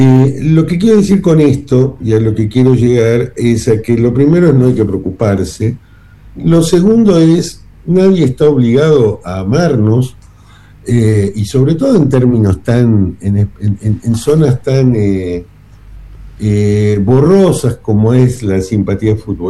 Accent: Argentina

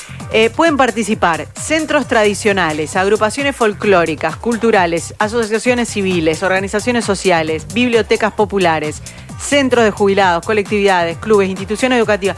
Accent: Villa Constitución, Santa Fe, Argentina; No, yo no soy de Rosario.

